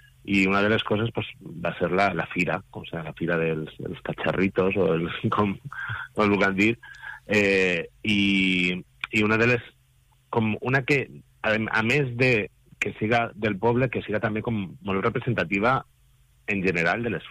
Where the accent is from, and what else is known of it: Guardamar del Segura, Valencian Community, Spain; born or raised there